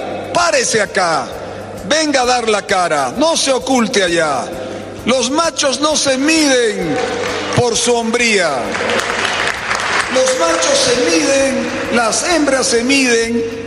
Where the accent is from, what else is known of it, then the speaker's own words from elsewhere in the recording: Bolivia; Aquí todos somos bolivianos, aquí todos somos parte de la misma patria